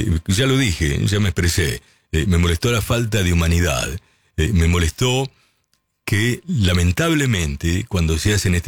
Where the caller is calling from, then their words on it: Godoy Cruz, Mendoza, Argentina; de Godoy Cruz, Mendoza.